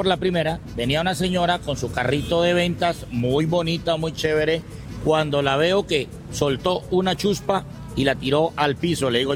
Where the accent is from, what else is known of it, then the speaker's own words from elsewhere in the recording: Cali, Valle del Cauca, Colombia; soy caleño